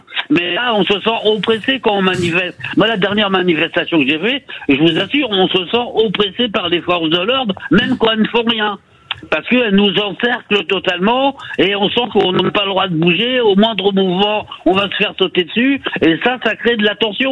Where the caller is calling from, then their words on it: Montreuil, Île-de-France, France; Bonjour, de Montreuil.